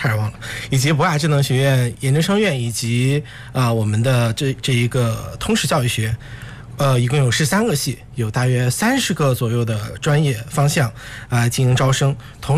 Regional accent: Jinan, Shandong, China; now in Zhuhai, China; 我也是济南人，

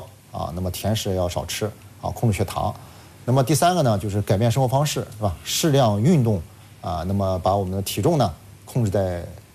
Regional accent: China; 我们中国人

